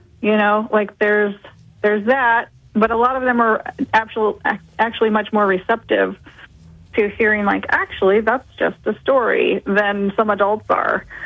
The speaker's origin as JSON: {"language": "English", "region": "California", "country": "United States", "tie": "born or raised there", "said": "I grew up in El Dorado County where there have been, you know, unfortunately, some attacks on humans."}